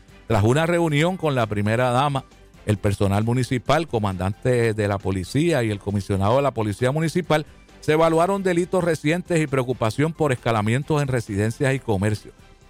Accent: Puerto Rico; somos los boricuas.

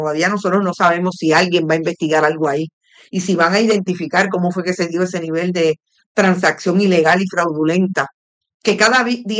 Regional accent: Puerto Rico; Y nosotros somos el pueblo de Puerto Rico, es el primer deudor que aparece ahí

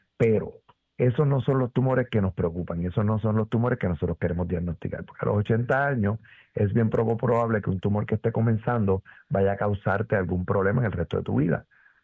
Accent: Puerto Rico; Los puertorriqueños tenemos una incidencia, somos los latinos, con la incidencia de cáncer de próstata más alto

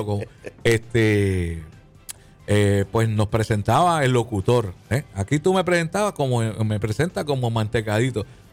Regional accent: Puerto Rico; con todo el amor que le tenemos y vamos y somos boricuas

